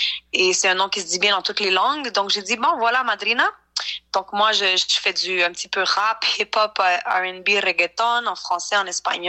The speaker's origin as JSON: {"language": "French", "town": "Montreal", "region": "Quebec", "country": "Canada", "tie": "born or raised there", "said": "Mes 2 parents sont québécois, mais j'ai grandi à Montréal, donc je me considère 100% montréalaise."}